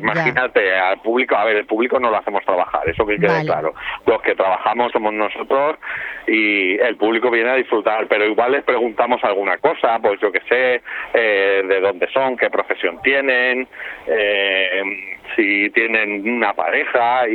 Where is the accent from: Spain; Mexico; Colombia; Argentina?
Spain; Valencia, Valencian Community; Yo soy de Valencia, ahí también tenemos funciones fijas una vez al mes.